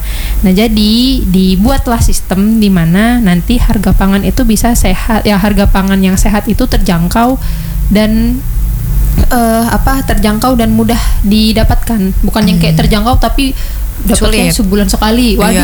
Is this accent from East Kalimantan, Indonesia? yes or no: yes; Samarinda, East Kalimantan, Indonesia; Kalau kita kan orang Samarinda, Sungai Mahakam.